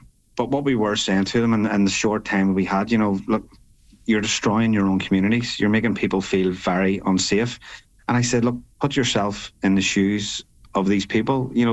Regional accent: Belfast, Northern Ireland, United Kingdom; I grew up in West Belfast, which mm-hmm. is a nationalist area.

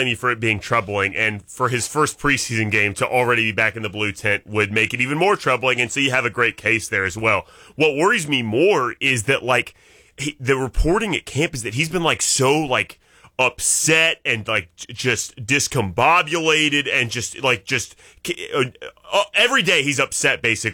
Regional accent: Tennessee, United States; born there; from my home state, Tennessee

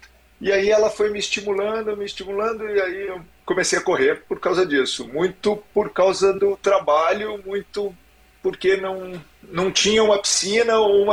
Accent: Goiânia, Goiás, Brazil; now in São Paulo, Brazil; Então, eu vim fazer residência em São Paulo, eu sou de Goiânia, e meu pai era daqui de São Paulo, foi para Goiânia e eu fiz o inverso.

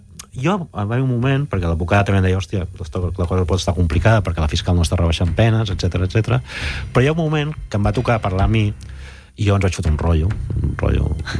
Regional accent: Sabadell, Catalonia, Spain

